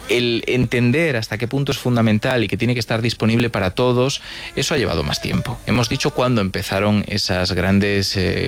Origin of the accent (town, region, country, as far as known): Galicia, Spain